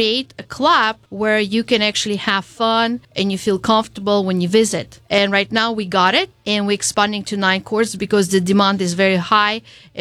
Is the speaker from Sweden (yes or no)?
no; Tajikistan; now in Rio Grande Valley, United States; I grew up in Tajikistan, which is right above Afghanistan next to China.